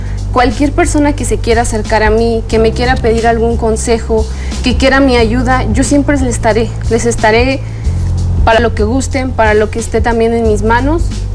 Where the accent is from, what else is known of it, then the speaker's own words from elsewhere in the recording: Amealco, Querétaro, Mexico; Soy de la comunidad de Santiago Mezquitilán. Es una comunidad muy, muy grande del municipio.